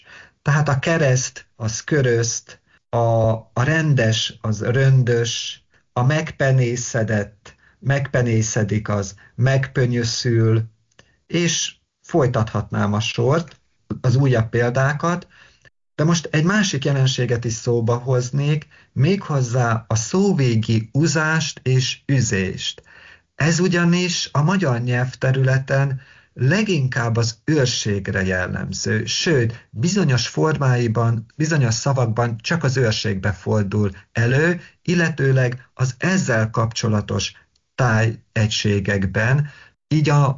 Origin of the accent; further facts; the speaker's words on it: Zakarpattia Oblast, Ukraine; ezt ugye Ungvár környékén pocshalnak nevezik, Zsitkócon ebirocának. A létra, amire felmásztunk, szülőföldemen láptó.